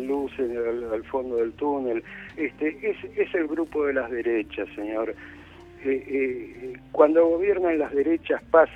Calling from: Buenos Aires, Argentina; de Palermo.

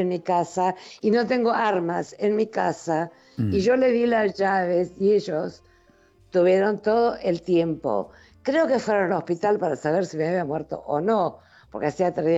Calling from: San Vicente, Argentina; Vivo en San Vicente, quiero decir.

